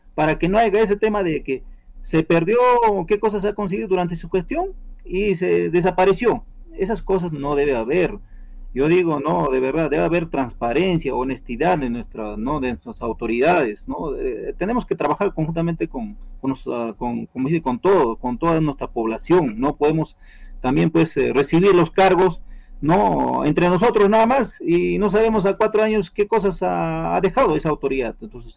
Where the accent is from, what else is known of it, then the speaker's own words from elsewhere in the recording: Chumpi, Ayacucho, Peru; Yo desde mi niñez, doctor, he vivido en Chumpi, ¿no?